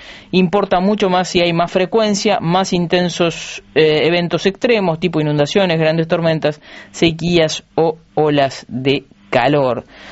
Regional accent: Durazno, Uruguay; yo soy de Durazno

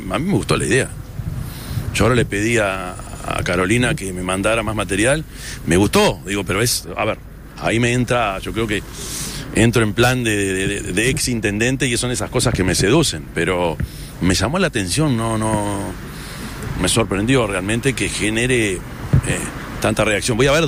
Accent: Uruguay

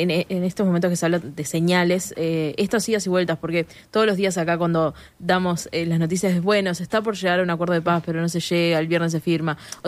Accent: Uruguay; nosotros como uruguayos

